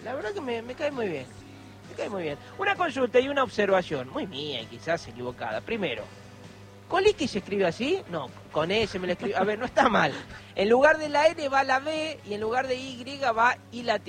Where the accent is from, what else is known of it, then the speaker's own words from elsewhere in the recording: Santa Fe, Argentina; Yo que soy santafesino.